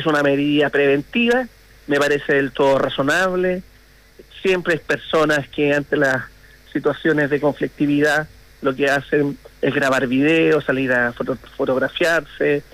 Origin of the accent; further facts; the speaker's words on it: Linares, Maule, Chile; los que somos de Linares